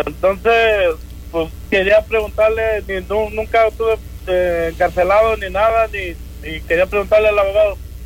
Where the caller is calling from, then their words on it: Bryan, Texas, United States; Yo estuve trabajando ahí en el norte, en North Dakota, y yo llegué aquí a mi tierra, aquí a Bryan.